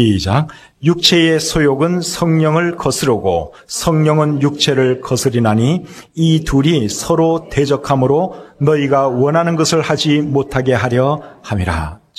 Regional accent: South Korea; 지금은 우리가 대한민국 사람으로서 대한민국 시민권을 가지고 대한민국에서 살고 있지만

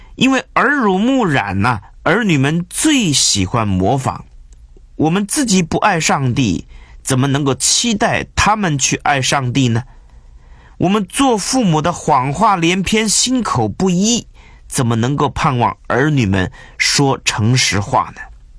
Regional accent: China; 我们中国人比较含蓄

